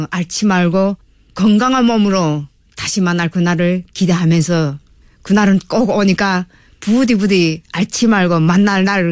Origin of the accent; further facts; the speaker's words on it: North Korea; moved away as an adult; now in South Korea; 저희 고향 우리 고향에 있는 자식들 그다음에 형제들, 우리 고향의 친구들, 친척들, 우리 고향 사람들에게 하고 싶은 이야기는 지금은 조금 힘들지만